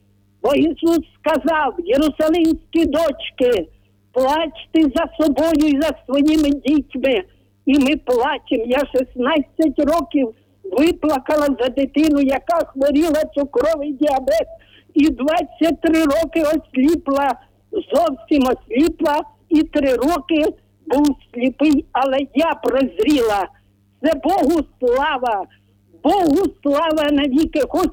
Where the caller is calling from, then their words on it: Vorzel, Kyiv Oblast, Ukraine; Я із Ворзеля